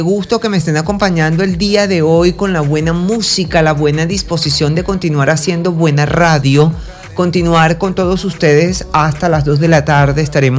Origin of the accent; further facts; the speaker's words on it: Venezuela; a quienes nos quedamos acá, a quienes seguimos sacando la cara por el país, por este país llamado Venezuela